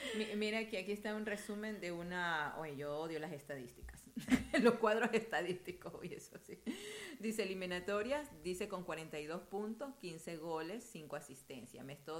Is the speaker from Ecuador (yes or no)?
yes; Ecuador; yo sí, como ecuatoriana